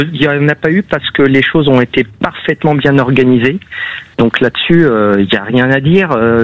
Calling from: Île-de-France, France; Moi, je suis en Île-de-France

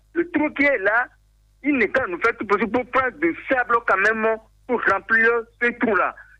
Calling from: Benin; village à Bomaran, mairie de Boum.

